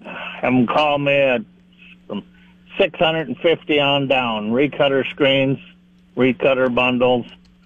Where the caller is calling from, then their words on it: Parkston, South Dakota, United States; from Parkston.